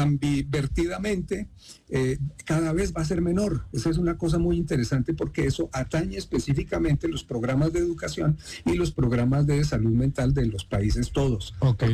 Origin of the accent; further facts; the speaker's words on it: Bogotá, Colombia; Yo soy Rolo Chapinerún Ohala, pero además soy colombiano y soy colombiano y pertenezco y me miran como colombiano aquí y como Rolo Chapinerún.